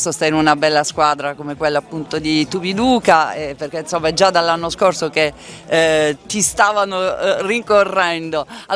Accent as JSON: {"language": "Italian", "town": "Taranto", "region": "Apulia", "country": "Italy", "said": "io stessa da tarantina"}